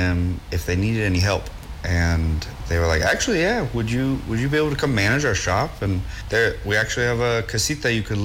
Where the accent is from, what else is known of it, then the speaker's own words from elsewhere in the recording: Texas, United States; also born or lived in Austin; now in West Texas, United States; I'm not from here. I'm from East Texas, actually.